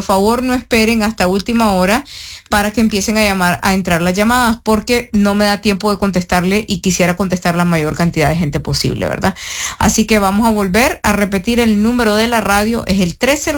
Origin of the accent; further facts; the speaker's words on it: Chinandega, Nicaragua; moved away; Ah, yo soy chinandegano. So, para los que nos están escuchando, Chinandega, que es el pueblo mío, junto con el pueblo de él, están a 20 minutos. Somos vecinos.